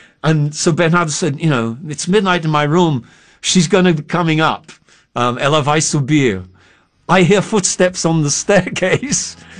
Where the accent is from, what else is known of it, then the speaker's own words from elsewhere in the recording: England, United Kingdom; moved away as an adult; now in Brazil; He knew as an Englishman, I love puns.